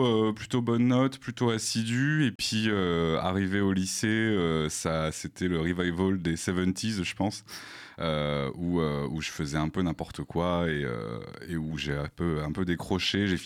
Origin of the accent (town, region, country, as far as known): Limoges, Nouvelle-Aquitaine, France; born or raised there; moved away as an adult